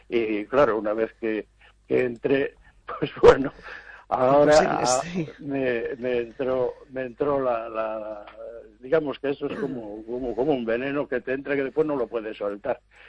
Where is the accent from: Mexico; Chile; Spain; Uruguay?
Spain; Galicia; Yo, como soy del sur, del Baixo Miño, pues siempre pongo el camino portugués